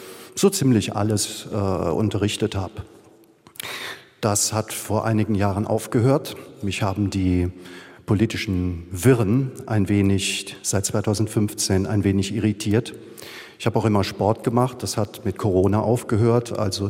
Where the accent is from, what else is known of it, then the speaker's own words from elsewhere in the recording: Mettlach, Saarland, Germany; Ich stamme aus Mettlach, wo ich noch wohne.